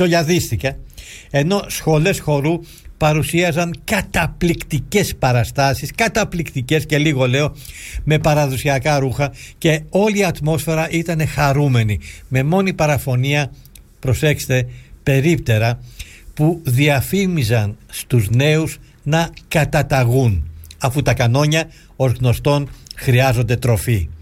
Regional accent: Greece

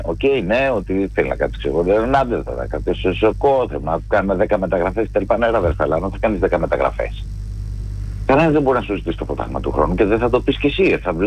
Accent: Loutsa, Attica, Greece; Και θα πω εκεί στα μέρη μου στη Λούτσα που έχει πολλές οδόνες

